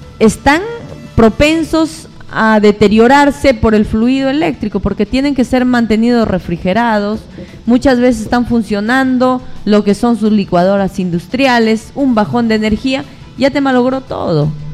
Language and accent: Spanish; San Martín, Peru; born there; yo nací aquí en El Dorado, claro, mis padres son migrantes